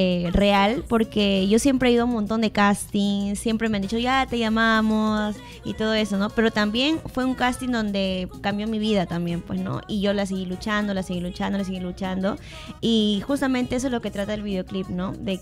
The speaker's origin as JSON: {"language": "Spanish", "country": "Peru", "said": "diciendo que soy peruana"}